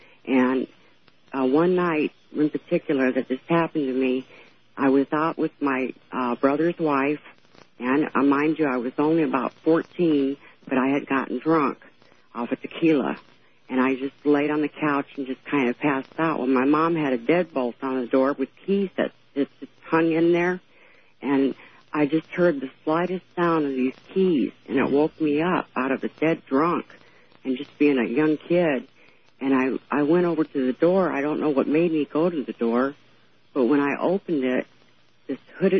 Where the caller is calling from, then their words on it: Bloomington, Indiana, United States; I'm calling from Bloomington, Indiana.